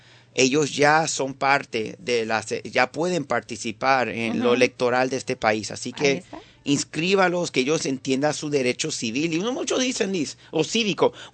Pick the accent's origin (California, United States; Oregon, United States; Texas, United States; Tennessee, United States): Tennessee, United States; born there; yo crecí en Tennessee